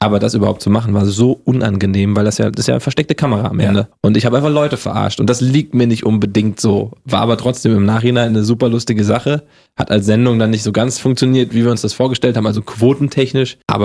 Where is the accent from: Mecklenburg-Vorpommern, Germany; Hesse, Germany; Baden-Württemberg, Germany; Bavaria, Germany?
Hesse, Germany; accent: Hessian; Das Hessisch abtrainieren, komme ich aus Hessen, da hatte ich so diesen diesen Dialekt gleich drauf, der wurde mir abtrainiert, war auch gut so, aber ohne, dass ich jetzt meine hessischen Wurzel verliere.